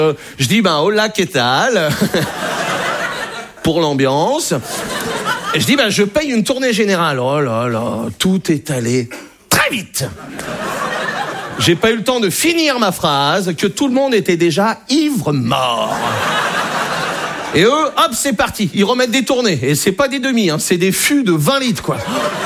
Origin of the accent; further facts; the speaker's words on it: Brittany, France; Je suis breton. Moi, j'ai été accepté en Bretagne.